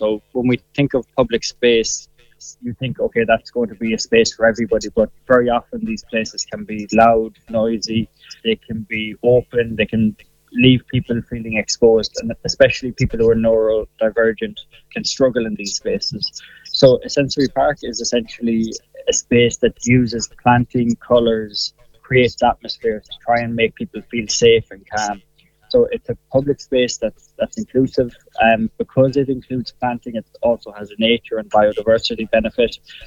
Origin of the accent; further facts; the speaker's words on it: Ballina, Connacht, Ireland; moved away as an adult; also born or lived in China / Netherlands; I'm originally from Ballina and studied architecture abroad, and then was during the crisis would have worked abroad as well, so worked in China and in the Netherlands